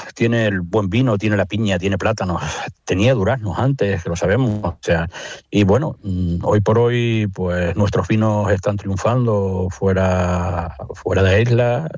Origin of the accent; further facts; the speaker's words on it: Canary Islands, Spain; Hay que seguir luchando como canarios, seguir conservando nuestras tradiciones